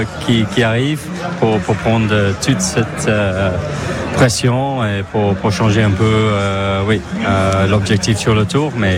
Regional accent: England, United Kingdom; French is a second language; je suis anglais

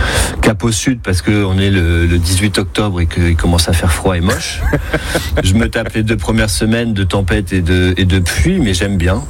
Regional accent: Barcelona, Catalonia, Spain; vu que j'ai grandi à Barcelone, je pars à Barcelone.

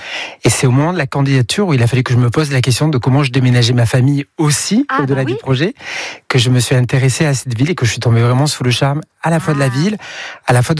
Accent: Albi, Occitanie, France; Albi, dans le Tarn.

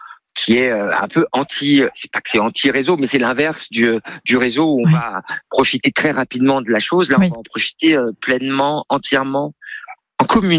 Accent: Portugal; Je suis portugais

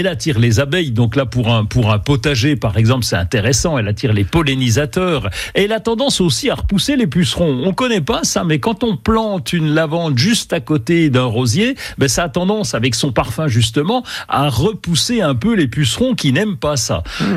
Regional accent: Bourgogne-Franche-Comté, France; c'est qu'elle pousse bien chez nous en Franche-Comté.

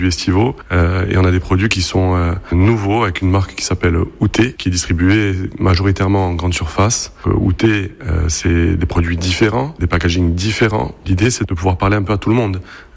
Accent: Biguglia, Corsica, France; Moi, je suis de Biguglia, donc j'ai grandi à Biguglia, on a créé l'entreprise à Biguglia.

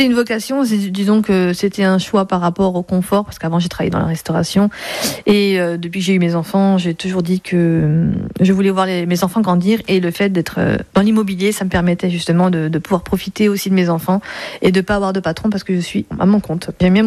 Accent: Grand Est, France; moved away as an adult; now in Landes, France; J'ai grandi là-bas. Et après, j'ai eu un coup de cœur pour la région des Landes. Et donc, du coup, je suis venue il y a un peu plus de 10 ans.

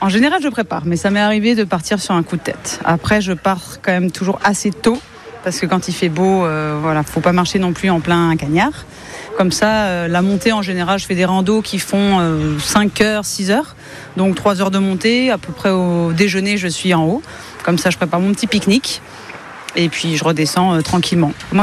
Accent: Hendaye, Nouvelle-Aquitaine, France; j'ai 39 ans, je viens d'Andaille et mon plaisir de l'été, c'est les randonnées. Et au Pays Basque, on est vraiment, il y en a partout.

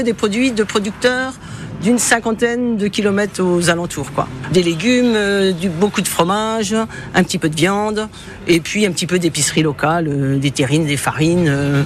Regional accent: Fontenoy, Bourgogne-Franche-Comté, France; Ah non, moi je suis de Fontenoy. Enfin, j'habitais Fontenoy juste à côté. Bon, maintenant j'ai déménagé, c'est une autre histoire.

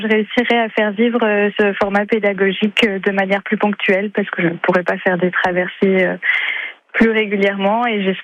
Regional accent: Belfort, Bourgogne-Franche-Comté, France; moved away as an adult; je suis originaire de Belfort, donc j'ai vécu les 18 premières années de ma vie ici.

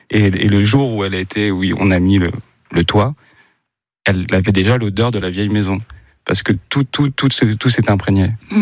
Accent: Boulogne-sur-Mer, Hauts-de-France, France; Et un jour, il y a eu un tournage qui s'est fait là d'où je viens, de Boulogne-sur-Mer

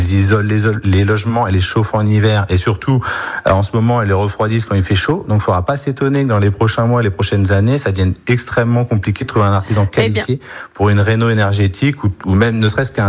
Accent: Normandy, France; c'est le sujet majeur chez nous dans la Manche.

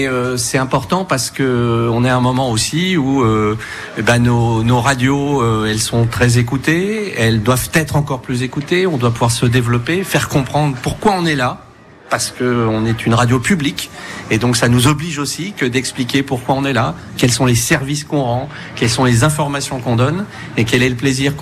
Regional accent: Lisieux, Normandy, France; moved away; je suis de Lisieux, originaire de Lisieux

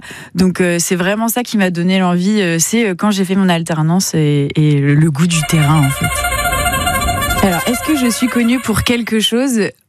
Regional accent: Le Mans, Pays de la Loire, France; j'ai 32 ans et je suis née au Mans. J'habite le Mans depuis toujours.

